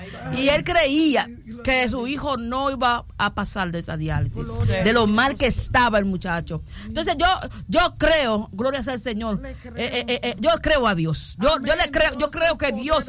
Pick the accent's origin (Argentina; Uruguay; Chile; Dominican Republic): Dominican Republic; yo no soy del centro de la ciudad, yo soy de Villaverde.